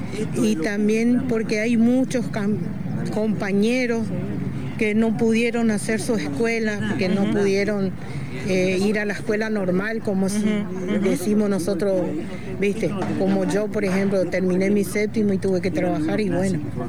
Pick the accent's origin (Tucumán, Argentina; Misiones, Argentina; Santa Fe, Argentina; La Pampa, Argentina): Misiones, Argentina; Ñandecocué; soy campesina de Ñandecocué.